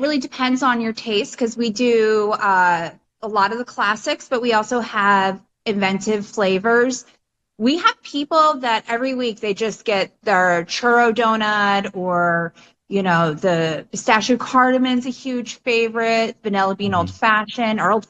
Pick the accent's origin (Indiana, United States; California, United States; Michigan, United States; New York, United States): New York, United States; Kingston; also born or lived in Portland, Maine; And, you know, I grew up in the Kingston City school system. And then in my 20s, I went to Portland, Maine for a while and then came back home. So I'm a local.